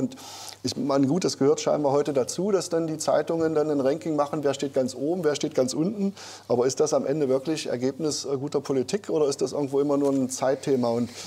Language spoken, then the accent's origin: German; Saxony-Anhalt, Germany; Ich spreche jeden Tag mit den Menschen in Sachsen-Anhalt, in meiner Heimat, und erlebe ich das ja auch.